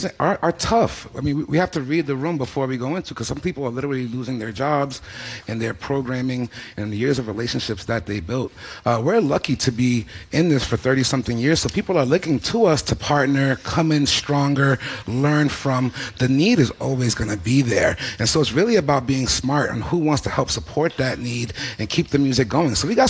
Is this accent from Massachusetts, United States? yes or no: yes; Boston, Massachusetts, United States; we're from Boston.